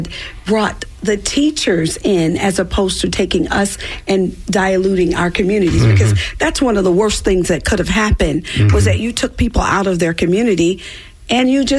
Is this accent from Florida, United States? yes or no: yes; Tampa, Florida, United States; Right here in the very same district that I have the privilege of representing, right here in East Tampa.